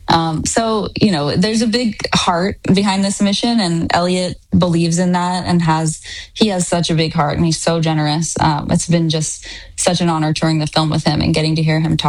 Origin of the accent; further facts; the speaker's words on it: Texas, United States; at least as a teen girl growing up in Texas.